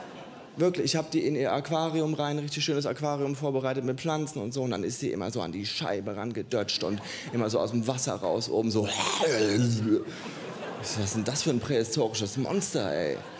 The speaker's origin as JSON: {"language": "German", "town": "Heustreu", "region": "Bavaria", "country": "Germany", "tie": "born there", "said": "ich komme aus Heustreu. Allen, denen das nichts sagt, das ist so 10 Kilometer vor Oberstreu. Und wie ihr an dem Namen erkennen könnt, Streu, ne? Also meine Großeltern hatten auch einen Bauernhof."}